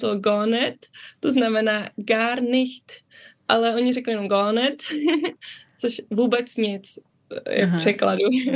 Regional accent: Germany; born or raised there

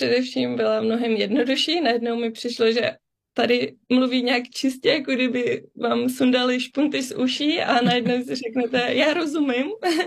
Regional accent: Germany; born or raised there

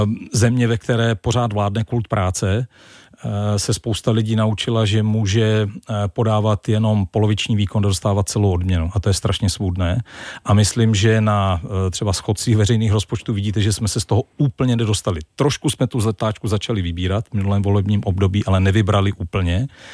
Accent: Zlín, Zlín Region, Czechia; jako Zlíňák si pamatuju to Baťovo heslo, buď práci čest.

